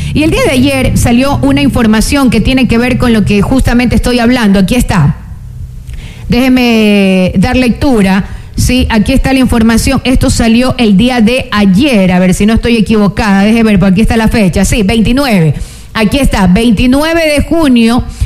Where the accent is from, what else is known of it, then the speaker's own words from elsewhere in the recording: Ecuador; Como buen ecuatoriano, todo dejamos a última hora